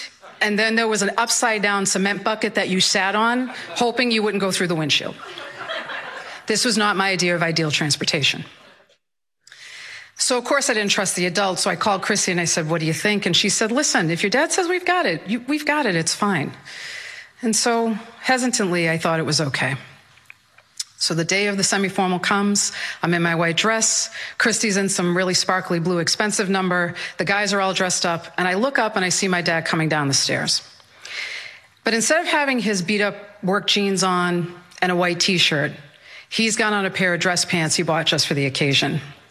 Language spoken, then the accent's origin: English; Malden, Massachusetts, United States; I'm from Malden, Massachusetts, and I am a psychic medium